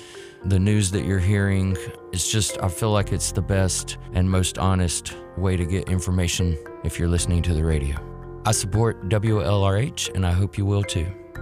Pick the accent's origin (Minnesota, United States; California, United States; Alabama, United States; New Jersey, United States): Alabama, United States; Huntsville; I'm from Huntsville, Alabama. I've been here since 2004.